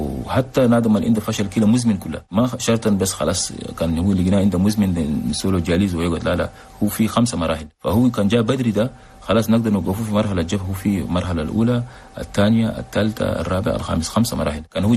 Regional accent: Chad; وفي سبب كذلك يعني كثير قاعد هسه عندنا في تشاد

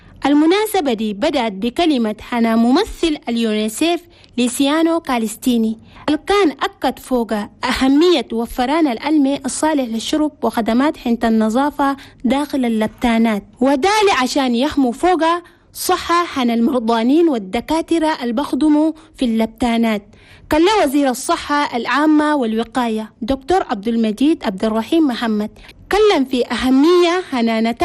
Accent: Chad; في بلدنا تشاد

